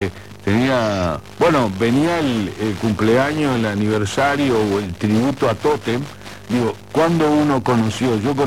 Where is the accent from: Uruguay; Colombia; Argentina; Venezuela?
Uruguay; representa lo que somos los uruguayos